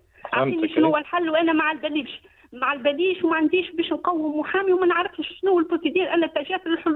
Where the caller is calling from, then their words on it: Tunisia; وانا تونسية ومقيمة في تونس وما عنديش ريزيدونس انا في ايطاليا.